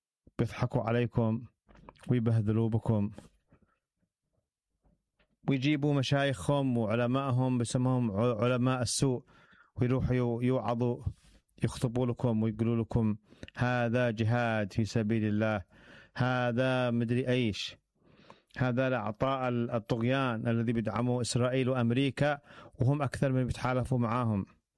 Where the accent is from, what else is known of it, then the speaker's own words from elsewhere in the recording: Yemen; انا مسيحي يمني